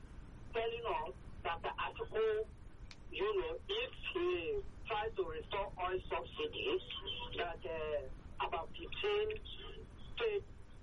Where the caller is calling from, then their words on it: Nigeria; I'm calling from Abaraji and Ikoto.